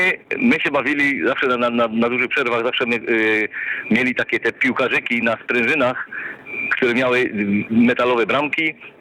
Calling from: Silesian Voivodeship, Poland; U nas na Śląsku się to nazywało kliklaki.

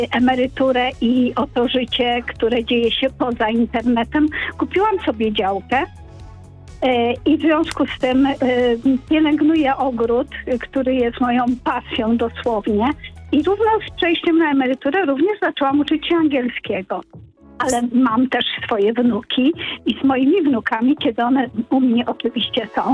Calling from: Kraków, Lesser Poland, Poland; Jestem emerytowaną nauczycielką z Krakowa.

